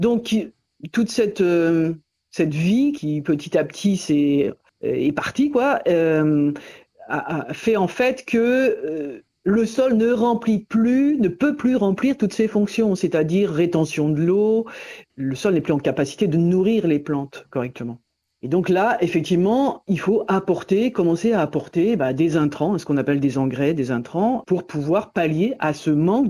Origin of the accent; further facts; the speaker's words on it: Normandy, France; moi je suis né en Normandie, dans la Manche plus exactement, et dans une famille de paysans normands avec des vaches laitières.